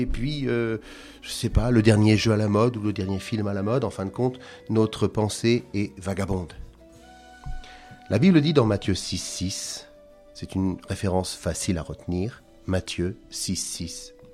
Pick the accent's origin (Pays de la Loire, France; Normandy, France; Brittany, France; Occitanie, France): Normandy, France; je suis normand, mais pourtant méditerranéen dans les gestes.